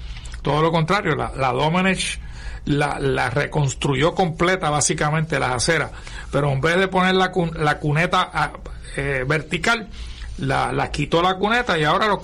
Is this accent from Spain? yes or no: no; San Juan, Puerto Rico; yo soy de Puerto Nuevo